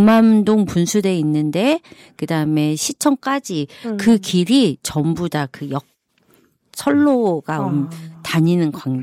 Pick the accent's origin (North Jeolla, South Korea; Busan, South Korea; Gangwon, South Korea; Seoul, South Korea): North Jeolla, South Korea; Jeonju; born there; 그다음에 저는 이제 덕진에서 태어났기 때문에 검문소 자리에서 태어났기 때문에 덕진공원 사진들이 엄청 많더라고요.